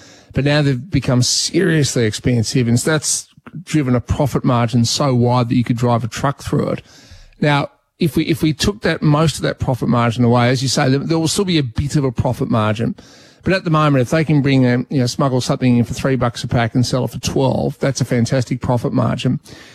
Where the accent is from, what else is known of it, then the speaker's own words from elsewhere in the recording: Melbourne, Victoria, Australia; when I grew up in Melbourne, it was just part of your DNA.